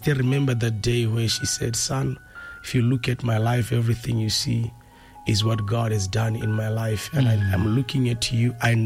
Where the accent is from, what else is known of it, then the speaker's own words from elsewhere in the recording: Letlhakane, Central District, Botswana; moved away as an adult; also born or lived in Orapa / Malaysia; But I grew up in Letlhakane, La Orapa. And my mother was part of the Assemblies of God Church.